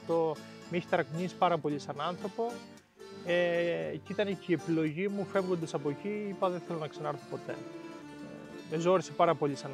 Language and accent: Greek; Greece; Ένα χωριό που δεν το απαρνήθηκα ποτέ, παρόλο που είχα προτάσεις να φύγω και στο εξωτερικό και χώρια να φύγω κάπου αλλού. Έχω γεννηθεί, έχω μεγαλώσει, έχω γαλουγηθεί εδώ μέσα.